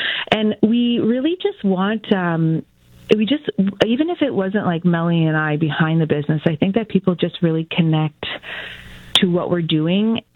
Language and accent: English; Nipissing First Nation, Ontario, Canada; I'm originally from Nipissing First Nation, Ojibwe, and I kind of was called to reconnect to who I was